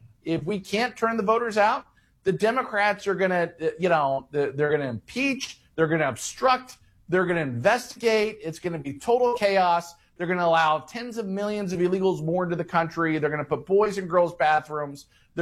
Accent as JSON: {"language": "English", "region": "Florida", "country": "United States", "said": "I'm from Florida, where we have probably the most, the safest elections in the country."}